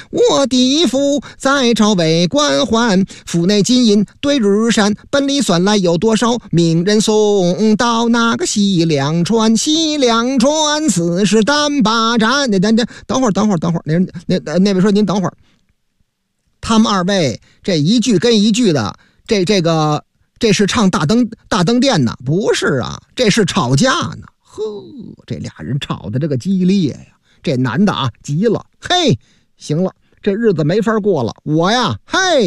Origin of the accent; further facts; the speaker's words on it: Northeast China, China; accent: Northeastern dialect; 用咱们老东北的方言